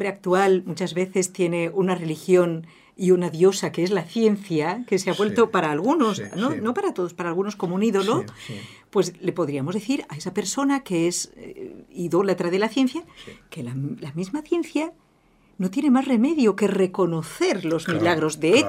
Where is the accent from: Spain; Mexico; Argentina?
Spain; los españoles cuando estamos más contentos es cuando levantamos la voz.